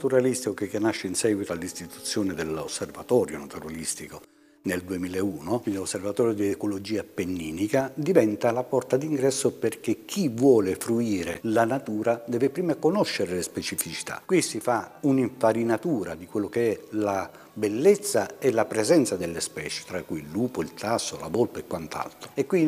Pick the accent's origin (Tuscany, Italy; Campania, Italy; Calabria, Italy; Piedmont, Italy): Calabria, Italy; moved away; io non sono un pugliese, io sono prestato alla Puglia, sono calabrese, ma vivo qui da 40 anni.